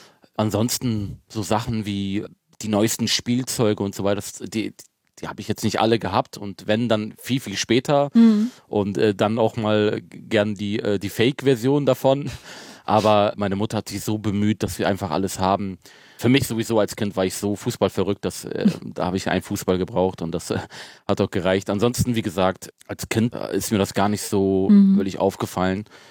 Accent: Bremen, Germany; in diesem Block bin ich aufgewachsen.

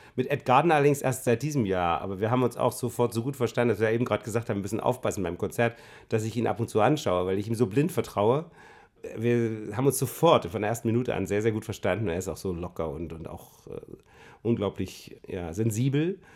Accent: Germany; Und das ist so typisch britisch. Das können wir eigentlich nicht als Deutsche.

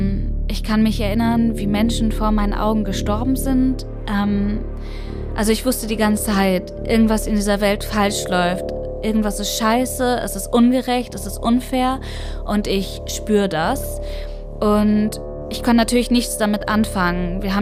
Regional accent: Afghanistan; German is a second language; moved away; Ich bin in Afghanistan geboren, 2004. Ich bin in einer Arbeiterfamilie aufgewachsen und hatte zum Glück die Möglichkeit, zur Schule zu gehen.

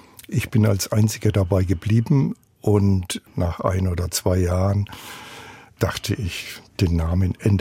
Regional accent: Nuremberg, Bavaria, Germany; accent: Franconian; now in Berlin, Germany; Ich komme ja aus Nürnberg, Franken also quasi, und die Franken verwechseln ja immer die Konsonanten D und T

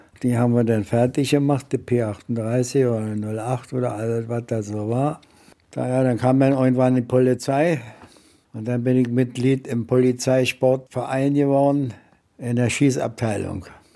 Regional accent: Berlin, Germany; Ich bin hier geboren, 1940. Aber hier war amerikanisch besetzte Zone.

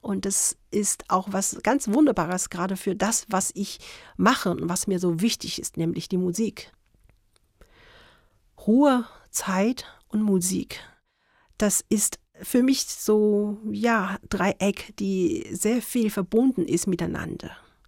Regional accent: Beijing, China; German is a second language; moved away as an adult; also born or lived in Kassel / Karlsruhe; now in Munich, Germany; Ursprünglich komme ich aus Peking, bin in Peking aufgewachsen, zur Schule gegangen und zum Studium kam ich dann nach Deutschland.

